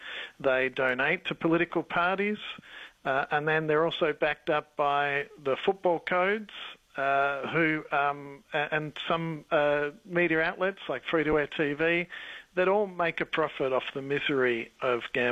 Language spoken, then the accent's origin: English; Queensland, Australia; So, look, as a Queenslander, I hate it when we see people suffer